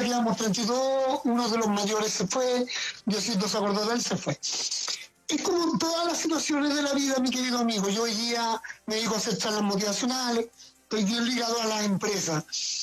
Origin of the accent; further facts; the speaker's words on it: Chile; muchas cosas por la cabeza de nosotros como mineros chilenos.